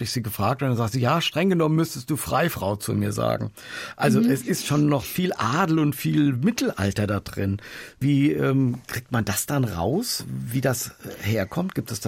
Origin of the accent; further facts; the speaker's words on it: Saarland, Germany; Nee, wir kommen aus dem Saarland.